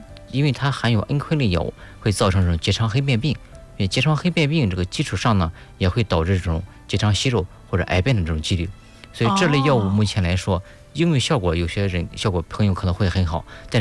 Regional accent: China; 我们中国人来说

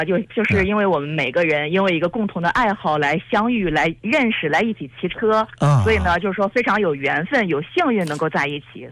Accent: Heze, Shandong, China; 我们的家乡，就是我在菏泽嘛

